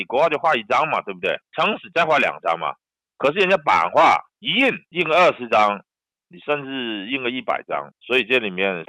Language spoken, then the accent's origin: Chinese; China; 我觉得这是已经塑造了我们中国人的一种思维模式。